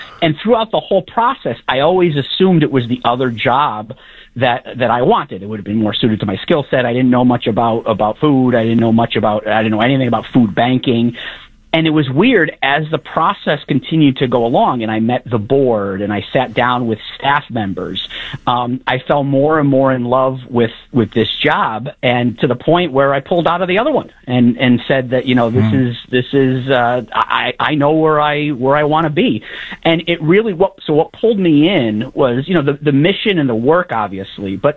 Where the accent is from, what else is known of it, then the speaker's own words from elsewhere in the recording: New Britain, Connecticut, United States; I grew up in New Britain, Connecticut. My grandfather, you know, from Polish descent, grew up in poverty, grew up right next to Sacred Heart Church on Broad Street.